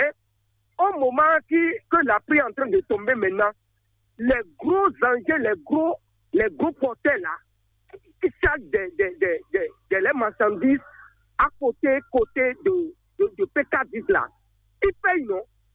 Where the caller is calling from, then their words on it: Benin; Je vous appelle depuis Digue.